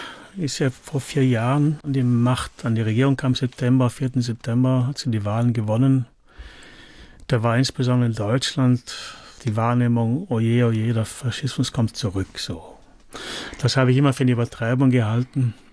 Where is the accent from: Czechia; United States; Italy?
Italy; Dafür zahlen wir heute noch, als Italiener heute noch, ja.